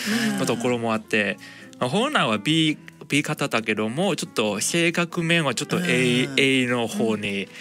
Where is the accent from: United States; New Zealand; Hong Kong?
Hong Kong; 僕そもそも香港出身なので、あんまり血液型あんま信じてなかったですね。